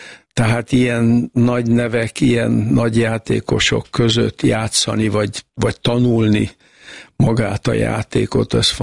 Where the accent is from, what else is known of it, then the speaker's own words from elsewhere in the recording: Alpár, Bács-Kiskun, Hungary; én 46-ban születtem. És hát ott alpáron nagyon sokáig voltam a nagyszüleimnél, viszont tény, hogy a Tisza holtágába tettem meg az első tempókat.